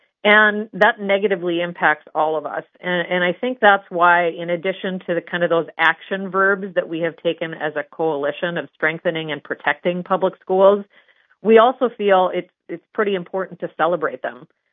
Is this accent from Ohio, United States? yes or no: no; Ray, North Dakota, United States; So here in Bismarck or my hometown of Ray, where whatever size community, public schools have a huge impact.